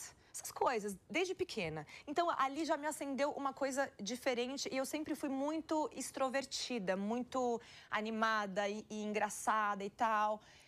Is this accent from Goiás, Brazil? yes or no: no; Salvador, Bahia, Brazil; born there; Eu sou baiana, né? Nasci em Salvador.